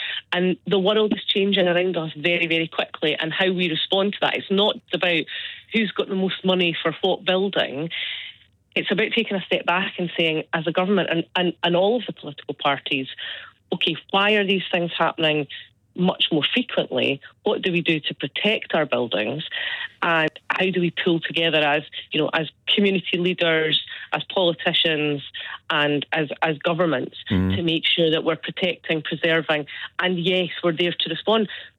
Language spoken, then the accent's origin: English; Livingston, Scotland, United Kingdom; as somebody that's born and bred in Livingston